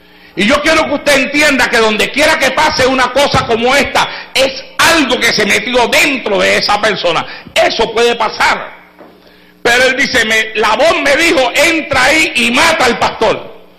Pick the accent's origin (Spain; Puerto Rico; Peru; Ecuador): Puerto Rico; moved away; cuando pastoreábamos en Puerto Rico, teníamos un culto de oración en nuestra iglesia allá en Puerto Rico